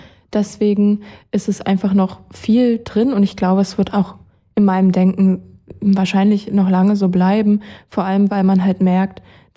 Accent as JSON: {"language": "German", "region": "East Germany", "country": "Germany", "moved": "yes", "said": "dadurch, dass ich mich selber immer so bezeichne, dass ich aus dem Osten bin"}